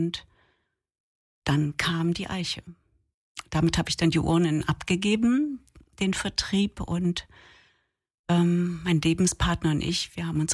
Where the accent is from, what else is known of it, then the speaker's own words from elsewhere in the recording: Thuringia, Germany; Ich bin in Thüringen aufgewachsen, also ich habe eine Ostbiografie, die ja immer ein bisschen spezieller ist, weil es eben da so viele Brüche gibt.